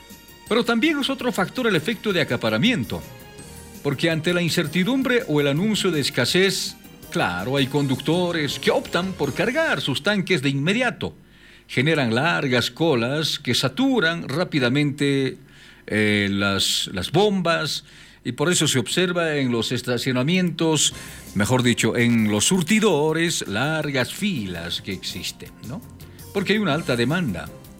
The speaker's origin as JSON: {"language": "Spanish", "country": "Bolivia", "said": "los bolivianos compramos combustible de otros países."}